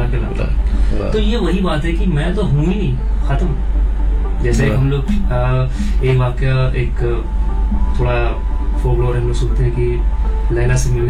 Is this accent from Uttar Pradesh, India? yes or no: yes; Lucknow, Uttar Pradesh, India; मैं जैसे मैं लखनऊ से हूँ, तो मेरी उर्दू थोड़ी अच्छी ग्रिप है उर्दू पे